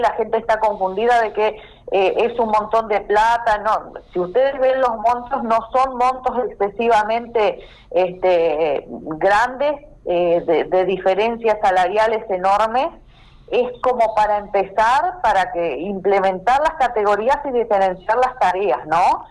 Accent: interior, Uruguay; moved away; más con el interior, que es de donde vengo

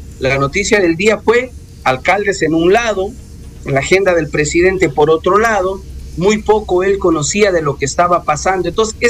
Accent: Loja, Ecuador; ¿O es que acaso desde Loja no somos parte del Ecuador?

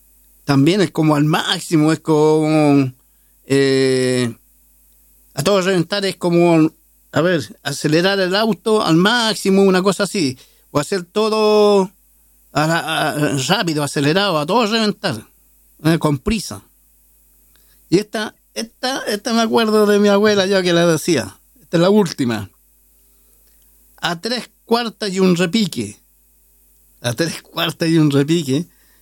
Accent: Santiago, Santiago Metropolitan Region, Chile; Los que somos de aquí de la Victoria y que llegamos siendo niños, sabemos las penurias.

